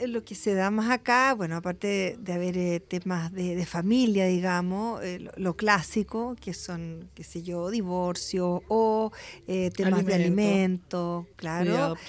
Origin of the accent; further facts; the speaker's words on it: Santiago, Santiago Metropolitan Region, Chile; Nosotros somos de Santiago, venimos acá por lo menos una vez a la semana para los días jueves